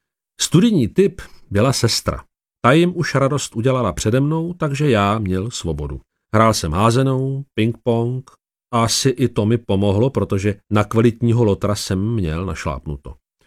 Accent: Tišnov, South Moravian Region, Czechia; also born or lived in Brno; Pocházím z Tišnova, což je město v okrese Brno-Venkov, asi 20 km severozápadně od Brna, nedaleko soutoku Svratky a Loučky. Ovšem na svět jsem přišel v Brně

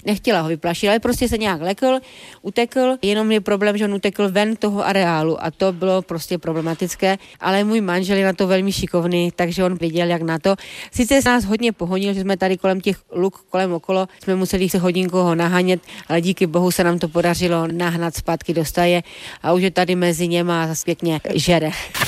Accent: Proskovice, Moravian-Silesian Region, Czechia; Jsem z Proskovic. Neřekla bych, že jsem úplně z zemědělské rodiny, ale celý život jsme doma měli prasátko, ovečku, slepice, králíky.

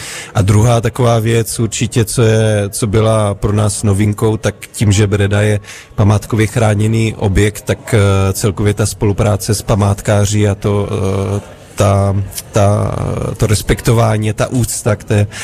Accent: Brno, South Moravian Region, Czechia; my jsme z Brna

